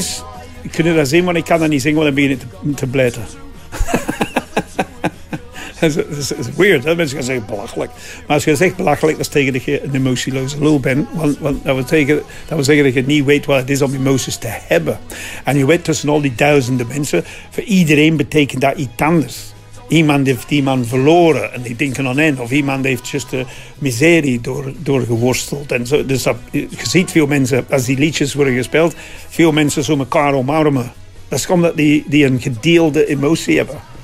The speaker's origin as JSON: {"language": "Dutch", "region": "England", "country": "United Kingdom", "second_language": "Dutch", "said": "Bijvoorbeeld, Engelsen zeggen, ik ben Engelsen, maar mijn familie komen uit Wales."}